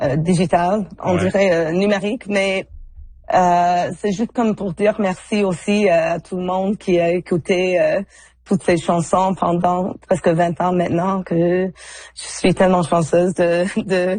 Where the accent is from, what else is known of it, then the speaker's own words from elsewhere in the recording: Toronto, Ontario, Canada; born there; la ville de Toronto. Je suis née à Toronto. Je suis comme a city girl, on dirait.